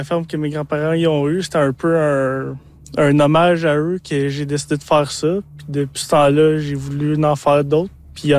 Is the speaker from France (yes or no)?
no; Gatineau, Quebec, Canada; moi, quand j'étais jeune, je vivais à Gatineau, puis les montgolfières, ils atterrissaient à la ferme de mes grands-parents.